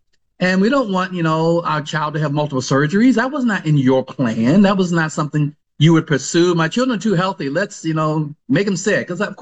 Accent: United States; especially, you know, growing up in the West, growing up in the United States

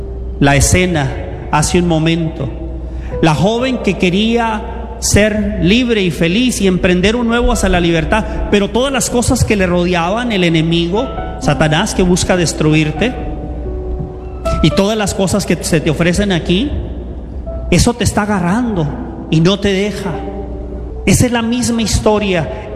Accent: Mexico; also born or lived in United States; Yo, siendo un joven de 7, 8 años que crecí en México y aquí, y en un momento mi rompecabezas estaba por el suelo, no sabía si era mexicano o americano

